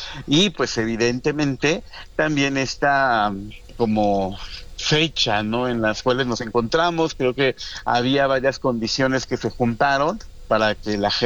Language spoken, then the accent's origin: Spanish; Mexico; sentiremos un confort de todos nosotros como mexicanos.